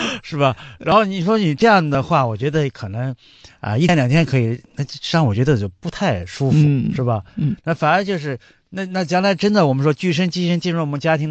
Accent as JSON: {"language": "Chinese", "country": "China", "said": "你像我们中国人就这样，"}